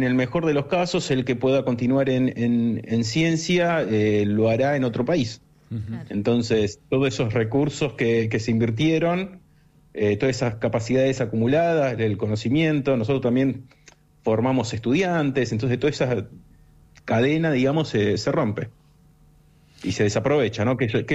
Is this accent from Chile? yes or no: no; Buenos Aires, Argentina; moved away as an adult; now in Puerto Madryn, Argentina; soy de Buenos Aires, me vine acá a Madryn, a Puerto Madryn, hace 3 años con el doctorado.